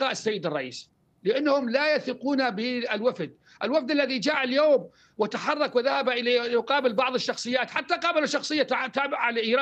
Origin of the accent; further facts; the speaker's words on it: Al-Hasakah Governorate, Syria; أنا من أبناء المنطقة المالكية، أبناء قريتي اللي تعمل منطقة المالكية أو ناحية العربية بشكل كامل